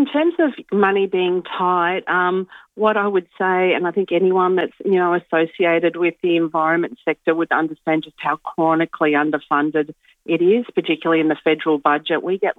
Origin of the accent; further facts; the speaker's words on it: Australia; it's just such a privileged part of being an Australian.